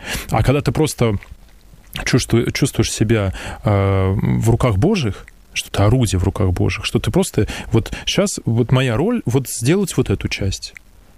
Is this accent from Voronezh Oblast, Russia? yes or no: no; Moscow, Russia; И мы привыкли, москвичи